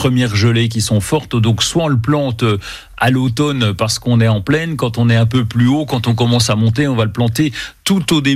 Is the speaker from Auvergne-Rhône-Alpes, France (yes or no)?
no; Bourgogne-Franche-Comté, France; Même chez nous, en Franche-Comté, ça peut aller.